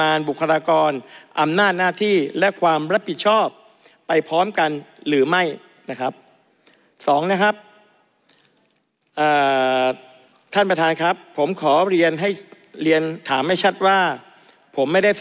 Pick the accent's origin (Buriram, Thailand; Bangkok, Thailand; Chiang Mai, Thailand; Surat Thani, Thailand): Surat Thani, Thailand; ผมเป็นคนจังหวัดสุราษฎร์ธานีดังคำฝันคือเมืองร้อยเกาะ